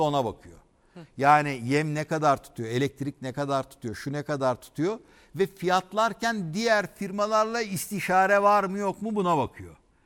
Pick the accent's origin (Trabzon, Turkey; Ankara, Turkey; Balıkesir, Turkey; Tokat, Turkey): Balıkesir, Turkey; Ben Balıkesirliyim, işte Bandırma'ya giderseniz Banvit falan vardır.